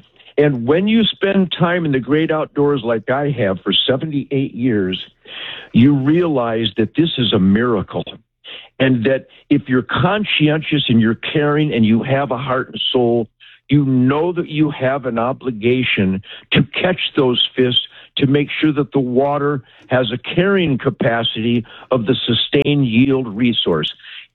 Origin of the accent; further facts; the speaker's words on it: Detroit, Michigan, United States; I was born in Detroit, but the Rouge River flowed through my neighborhood right across the street